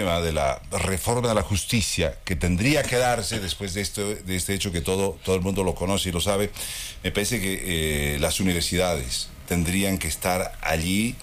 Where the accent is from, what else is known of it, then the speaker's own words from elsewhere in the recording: Bolivia; ¿Cómo somos los bolivianos, no?